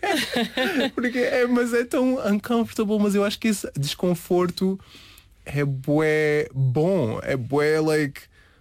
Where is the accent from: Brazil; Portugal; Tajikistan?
Portugal; Seixal, Lisbon; eu sou do Seixal da Rintela